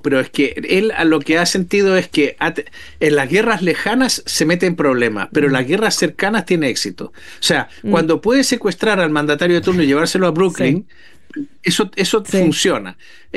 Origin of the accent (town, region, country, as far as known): Chile